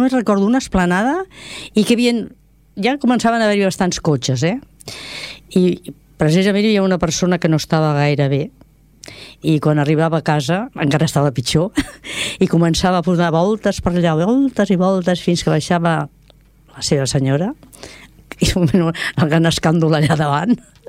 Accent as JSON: {"language": "Catalan", "town": "Barcelona", "region": "Catalonia", "country": "Spain", "tie": "born or raised there", "moved": "as an adult", "lives_now": "Esplugues de Llobregat, Spain", "said": "Doncs jo sóc filla del barri de Sants. Vaig néixer al carrer Miquel Àngel, Tenor Massini, un barri obrer"}